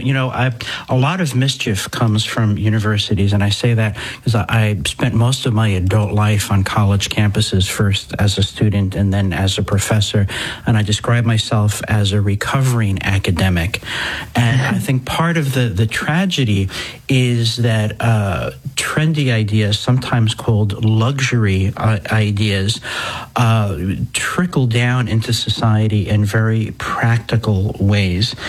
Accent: United States; also born or lived in London; I'm an American

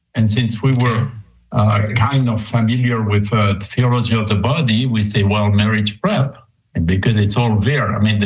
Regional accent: France; moved away as an adult; also born or lived in Columbus, Nebraska; coming from France to Columbus, Nebraska was an experience.

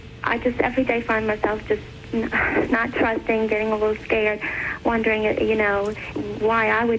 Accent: Louisiana, United States; Hello, Mother. I'm from Louisiana.

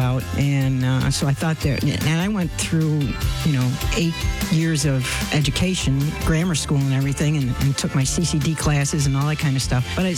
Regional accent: Wheatfield, New York, United States; I'm from Wheatfield, and I listen to the Station of the Cross, WLOF 101.7.

